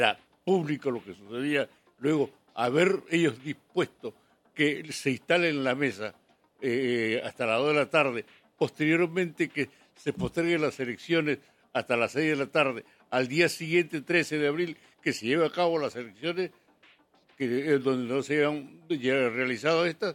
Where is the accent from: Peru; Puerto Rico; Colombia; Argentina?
Peru; Chincha, Ica; Estoy averiguando porque … somos de Chincha.